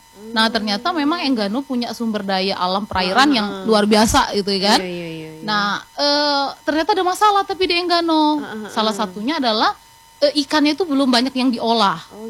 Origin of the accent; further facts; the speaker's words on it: Lahat, South Sumatra, Indonesia; also born or lived in Palembang; now in Bengkulu, Indonesia; saya sebenarnya asalnya tuh bukan dari Bengkulu. Jadi asalnya dari Sumatera Selatan. Lama di nggak ngajar di Palembang, tapi aslinya Lahat gitu kan.